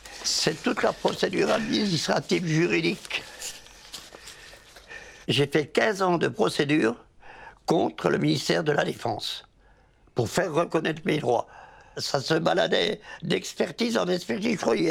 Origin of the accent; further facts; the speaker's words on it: Belfort, Bourgogne-Franche-Comté, France; born there; Je suis né à Belfort. Je suis issu d'une famille de militaires.